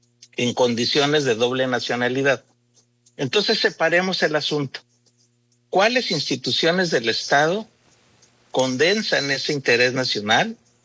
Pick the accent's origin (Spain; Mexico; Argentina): Mexico; born there; porque son tan mexicanos como quienes nacimos acá